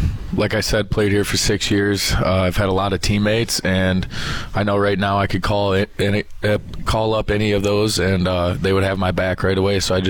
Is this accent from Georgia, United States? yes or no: no; Schoolcraft, Michigan, United States; I'm from Schoolcraft, Michigan, about an hour south of Grand Rapids, a smaller town.